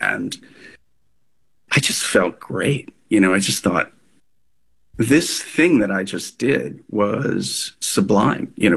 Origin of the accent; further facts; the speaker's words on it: Rochester, New York, United States; I have such fond memories of growing up in Rochester.